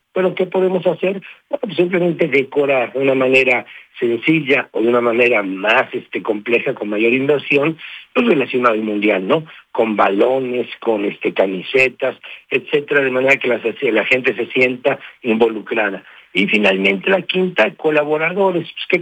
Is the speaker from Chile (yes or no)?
no; Mexico